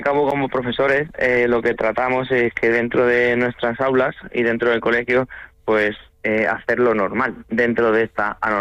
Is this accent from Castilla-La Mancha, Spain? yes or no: yes; Toledo, Castilla-La Mancha, Spain; accent: Castilian-Manchegan, Toledan; moved away as an adult; now in Ceuta, Spain; Soy del polígono de Toledo, exacto. Y aquí estoy en Ceuta trabajando, sí.